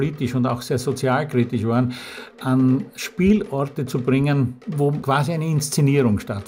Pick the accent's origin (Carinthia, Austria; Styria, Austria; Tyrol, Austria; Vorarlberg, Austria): Styria, Austria; Graz; weil ich glaube, die Stadt Graz sehr gut zu kennen, bin geborener Grazer